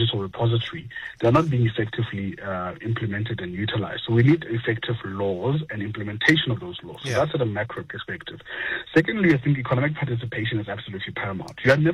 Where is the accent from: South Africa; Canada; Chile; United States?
South Africa; North West; my township that I grew up in the Northwest